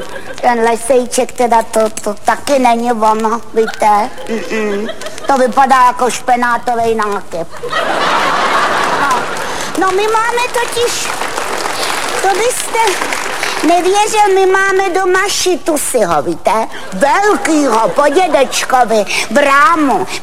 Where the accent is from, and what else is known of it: Prague, Czechia